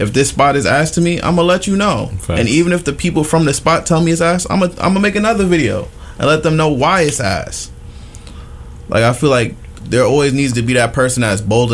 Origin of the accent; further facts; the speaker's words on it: Albany, New York, United States; I'm from Albany, but I see Albany in a different light because I know a lot of the creators.